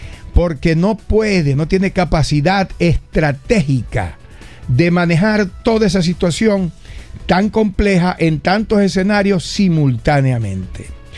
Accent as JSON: {"language": "Spanish", "country": "Venezuela", "said": "nosotros como venezolanos"}